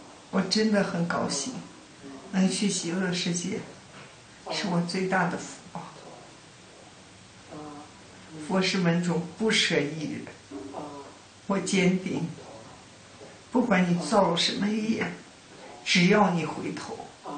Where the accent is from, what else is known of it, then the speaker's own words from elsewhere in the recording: Shandong, China; 我是山东人